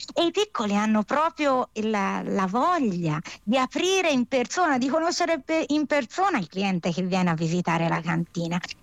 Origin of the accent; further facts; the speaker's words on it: Tuscany, Italy; accent: Tuscan; Che io sono toscana, lo sentite